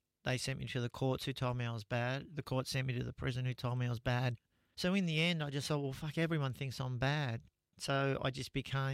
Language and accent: English; Frankston, Victoria, Australia; born or raised there